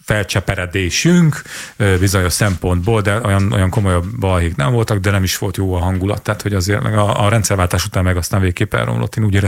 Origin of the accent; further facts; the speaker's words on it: Borsod-Abaúj-Zemplén, Hungary; born there; Borsodi vagyok szerinted.